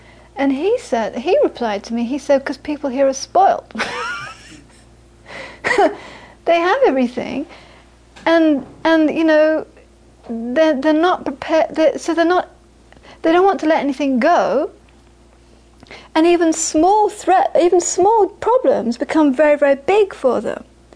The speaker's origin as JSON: {"language": "English", "country": "India", "said": "from your experience of being 7 years in Florida, because I'm coming from India"}